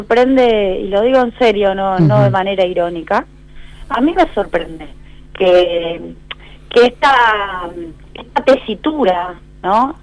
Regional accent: Rosario, Santa Fe, Argentina; te lo digo porque soy rosarina

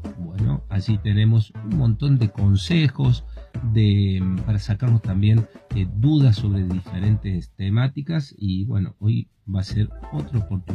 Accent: Argentina

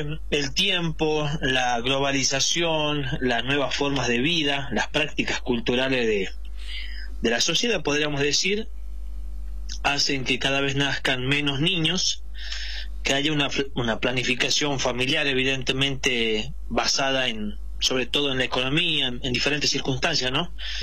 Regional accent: Los Chañares, Tucumán, Argentina; En el caso mío tuve el honor de nacer en una casa de campo en los Chañares, distante a 40 kilómetros de la ciudad. Nací a las 2:30 de la mañana.

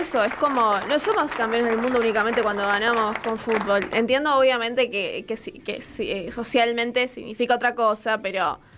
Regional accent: Argentina

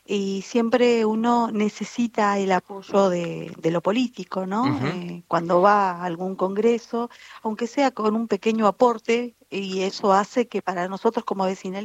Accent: San Carlos de Bariloche, Río Negro, Argentina; yo como Bariloche, soy de Bariloche, de la provincia de Río Negro también

